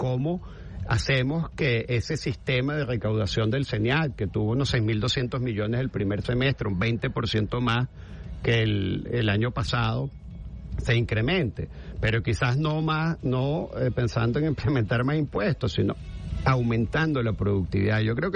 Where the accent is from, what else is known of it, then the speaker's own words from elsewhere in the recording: Venezuela; cómo vamos a hacer los venezolanos